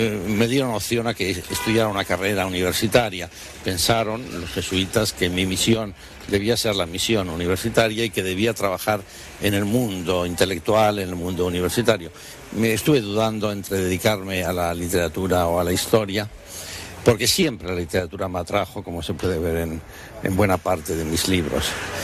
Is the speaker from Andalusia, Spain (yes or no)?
no; Bilbao, Basque Country, Spain; moved away; also born or lived in Salamanca; yo nací en Bilbao. Me siento muy bilbaíno, amo a mi ciudad, modelo de ciudad liberal en la historia.